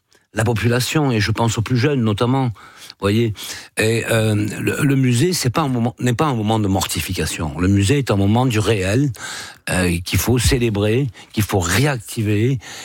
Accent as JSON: {"language": "French", "region": "south of France", "country": "France", "accent": "Southern French", "said": "Vous voyez, j'ai un accent du Sud, mais ça suffit."}